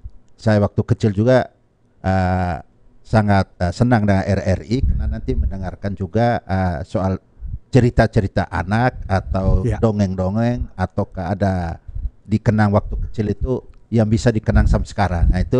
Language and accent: Indonesian; Flores, East Nusa Tenggara, Indonesia; Flores, Nusa Tenggara Timur